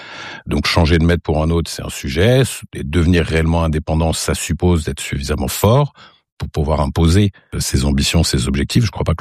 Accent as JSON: {"language": "French", "country": "Tunisia", "said": "je suis tunisien"}